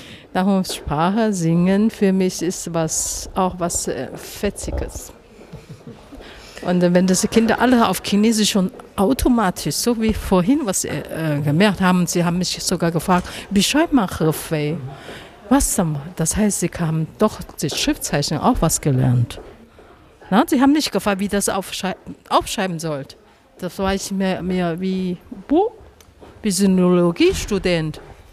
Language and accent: German; Taipei, Taiwan; German is a second language; now in Germany; Ich komme persönlich aus Taiwan, Taipei. Aber ich bin seit langer in Deutschland.